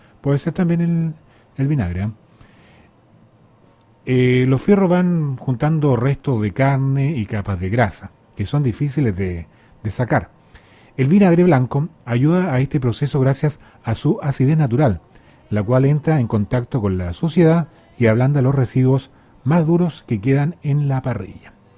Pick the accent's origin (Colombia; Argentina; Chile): Chile; nosotros como chilenos